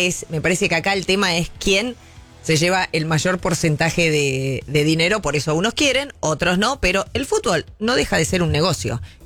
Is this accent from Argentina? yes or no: yes; Argentina